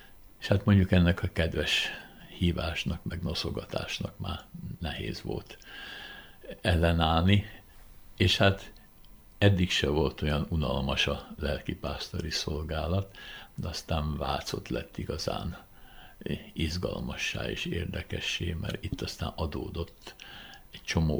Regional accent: Vác, Pest, Hungary; én itt nőttem fel be a városba.

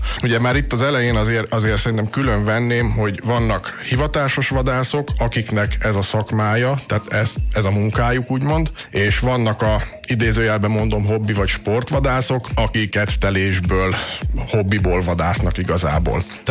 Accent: Székesfehérvár, Fejér, Hungary; városi gyerekként nőttem fel, mert itt laktam Fehérváron

